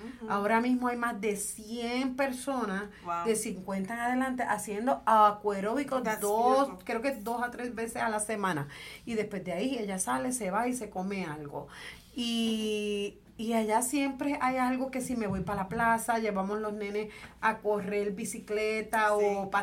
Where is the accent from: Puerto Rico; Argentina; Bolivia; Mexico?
Puerto Rico; now in United States; por lo menos en Puerto Rico, de donde yo soy.